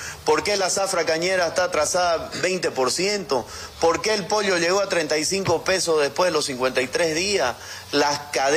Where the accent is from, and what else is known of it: Bolivia